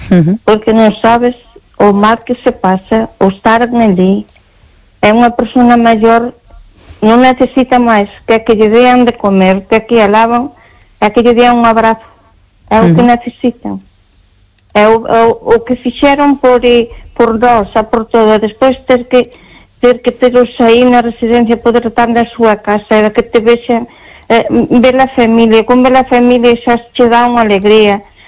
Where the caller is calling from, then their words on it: Malpica, Galicia, Spain; De Malpica.